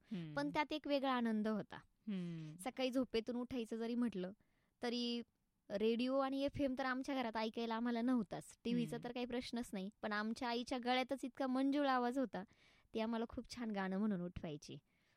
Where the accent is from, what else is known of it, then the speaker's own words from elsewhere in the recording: Maharashtra, India; born there; माझ्या एक आत्या राहत होत्या पारनेरमध्येच, मी त्यांच्याकडे राहिली.